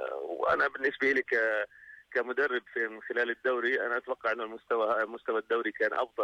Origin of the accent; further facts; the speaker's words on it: Jordan; بنستاهل احنا كاردنيين نستاهل كمان أحسن من هيك كمان.